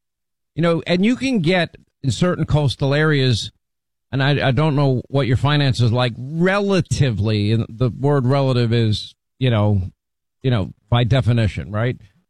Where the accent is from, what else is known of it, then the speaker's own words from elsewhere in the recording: Long Island, New York, United States; now in Florida, United States; where I grew up in Long Island, you know, we'd go to places, a place called Jones Beach or Point Lookout Beach, where my friend John Gomez lived.